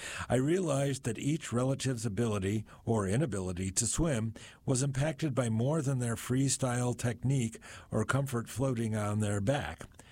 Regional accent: Nashville, Tennessee, United States; My hometown of Nashville was not an exception.

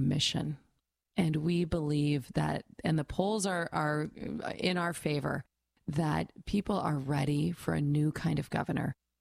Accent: Wisconsin, United States; I grew up in a tiny town, 1,234 people in Wisconsin. I think there were probably twice as many cows as people in the town that I grew up in.

